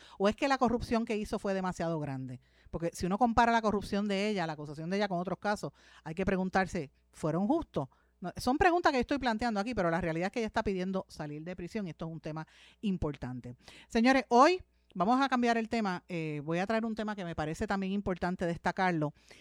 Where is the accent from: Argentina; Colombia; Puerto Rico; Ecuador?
Puerto Rico; Y paren menos las mujeres, somos menos puertorriqueños.